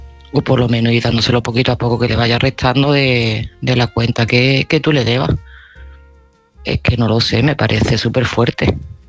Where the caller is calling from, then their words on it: Seville, Andalusia, Spain; de Sevilla y este mensaje va para Antonio.